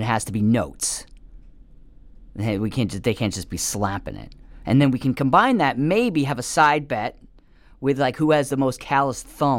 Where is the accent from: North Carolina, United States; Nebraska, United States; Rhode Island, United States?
Rhode Island, United States; now in New York, United States; I grew up in Rhode Island.